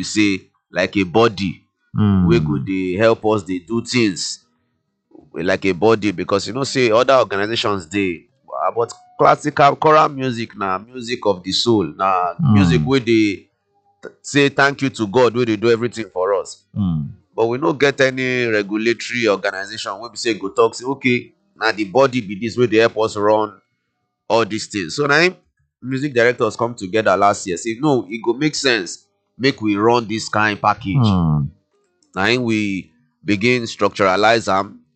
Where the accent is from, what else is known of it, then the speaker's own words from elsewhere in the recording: Imo, Nigeria; now in Lagos, Nigeria; I come from Imo State, but I did live for Lagos State.